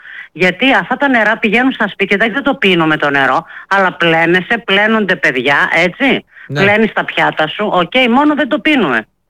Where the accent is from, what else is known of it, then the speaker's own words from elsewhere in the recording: Potidaea, Central Macedonia, Greece; εμείς είμαστε από την Ποτίδα, ένα συνοικισμό έξω από